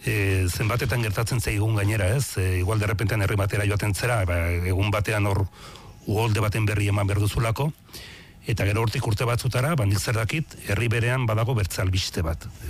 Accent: Legasa, Navarre, Spain; Bai, ni Legazakoa naiz. Legaza da erritxiki bat, hor Bertizaranan.

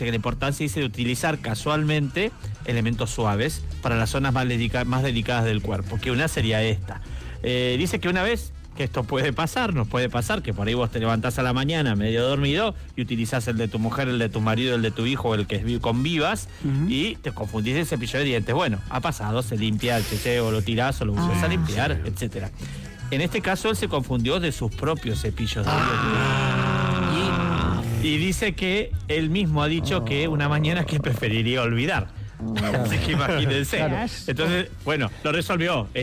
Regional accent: Argentina

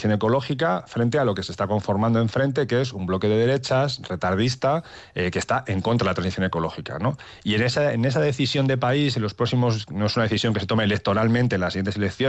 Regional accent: Castile and León, Spain; En mi pueblo, que es la provincia de Burgos, hay muchísimos molinos

